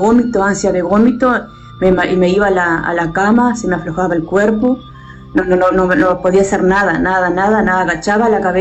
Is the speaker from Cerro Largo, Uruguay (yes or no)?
no; Javier de Viana, Artigas, Uruguay; Yo vengo de Javier de Viana y traje a mi compadre de Pueblo Cerqueira.